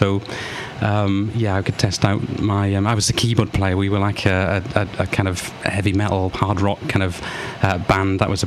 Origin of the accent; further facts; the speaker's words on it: Blackwood, Wales, United Kingdom; I grew up near Blackwood.